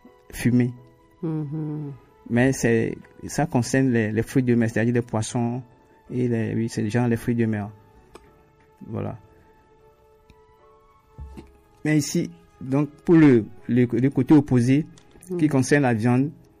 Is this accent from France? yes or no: no; Togo; chez nous au Togo